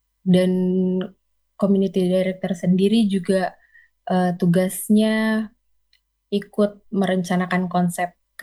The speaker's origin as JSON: {"language": "Indonesian", "town": "Makassar", "region": "South Sulawesi", "country": "Indonesia", "said": "saya asli Makassar, Kak."}